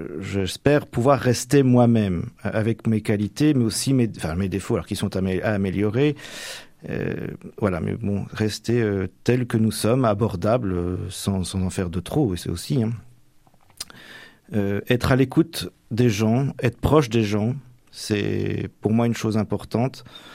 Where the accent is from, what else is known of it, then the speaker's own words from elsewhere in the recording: Normandy, France; je suis vraiment originaire de la Manche, même si je suis originaire du Nord-Manche, mais ma région natale, le Val-de-Serre, on se rend compte qu'il y a la terre et la mer. Quand moi, j'habitais Quétou, j'étais dans le monde rural